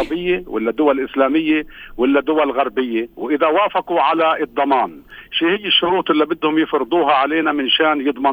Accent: Palestine; إحنا كفلسطينيين

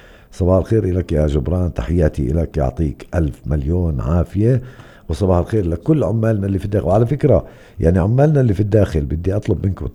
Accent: West Bank, Palestine; عندنا في الضفة الغربية

